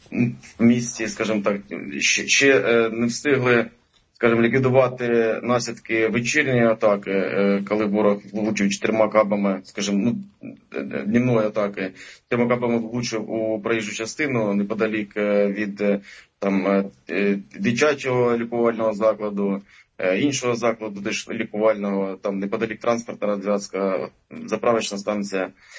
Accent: Kharkiv, Kharkiv Oblast, Ukraine; я хочу сказати, ну, як харків'янин

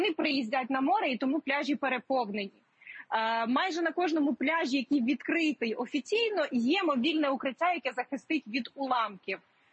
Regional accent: Odesa, Odesa Oblast, Ukraine; Я, як одеситка

